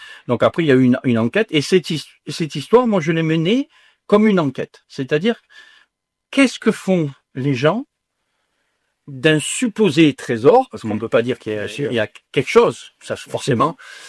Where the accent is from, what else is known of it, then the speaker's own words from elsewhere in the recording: Provence-Alpes-Côte d'Azur, France; born there; Je suis né dans la Sainte Baume.